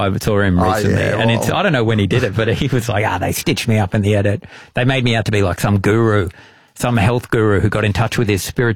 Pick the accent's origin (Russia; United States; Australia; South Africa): Australia; I feel like we're in no man's land when it comes to that word as Australian